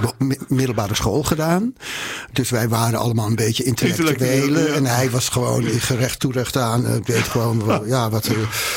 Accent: Amsterdam, North Holland, Netherlands; moved away as an adult; En als kind al zat ik op de Montessori lagere school in Amsterdam.

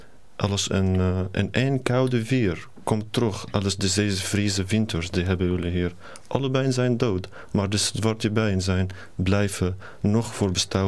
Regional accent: Syria; Dutch is a second language; moved away as an adult; now in Netherlands; ik kom uit Syrië. Ik ben nu een statushouder. Ik heb in Syrië gestudeerd HBO en Agricultural Engineering.

